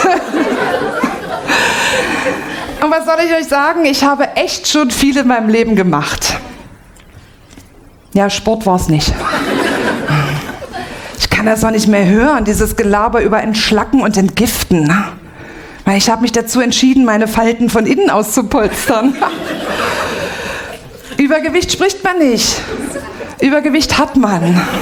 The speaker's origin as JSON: {"language": "German", "region": "Saxony", "country": "Germany", "said": "ich habe Migrationshintergrund. Ja, ich komme aus Sachsen. Aus Dresden."}